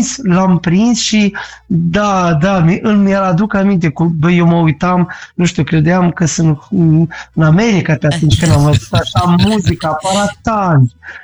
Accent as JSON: {"language": "Romanian", "town": "Ungheni", "region": "Ungheni District", "country": "Moldova", "said": "Păi eu sunt de acolo."}